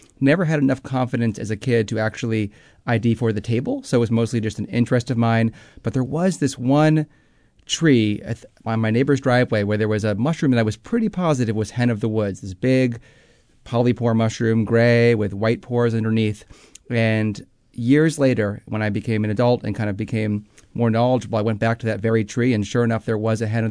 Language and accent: English; Massachusetts, United States; As a boy, I grew up in Western Massachusetts on kind of a forested piece of land